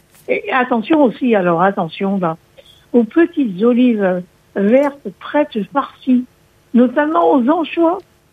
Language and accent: French; Corsica, France; chez nous en Corse, on a quand même des bonnes olives